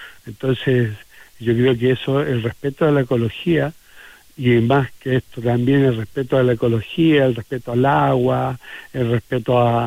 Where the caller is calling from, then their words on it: Salamanca, Coquimbo, Chile; Yo vengo desde Salamanca, en un valle hermoso, precioso